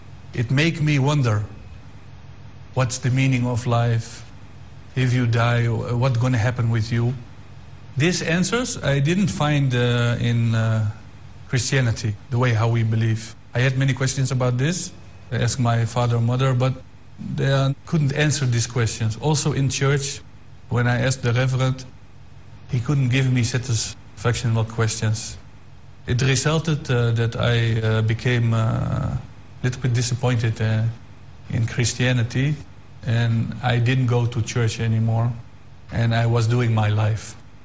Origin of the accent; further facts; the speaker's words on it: Netherlands; I'm from the Netherlands in Europe.